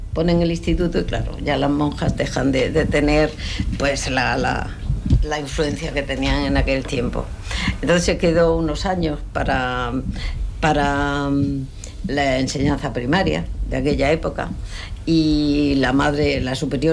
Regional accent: Tíjola, Andalusia, Spain; born there; moved away as an adult; also born or lived in Barcelona; Yo estuve trabajando en Tíjola, 2 años

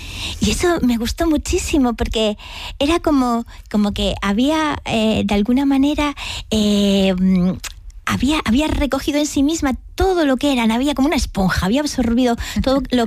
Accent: Galicia, Spain; Bueno, yo conozco, sí, soy gallega y conozco un poquillo la tradición oral

